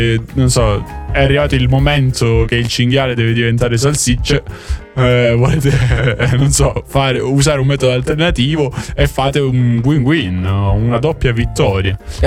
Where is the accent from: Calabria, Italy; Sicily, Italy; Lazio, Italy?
Lazio, Italy; Rome; E io sono di Roma